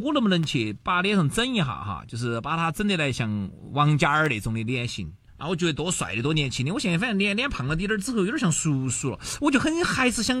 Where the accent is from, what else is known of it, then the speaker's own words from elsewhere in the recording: China; 那我们中国人啥子时候才能真真正正的轻松一点呢？